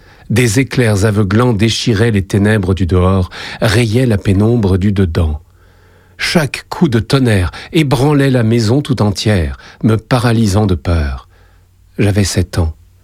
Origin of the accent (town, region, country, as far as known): Île-de-France, France; born there; now in Périgueux, France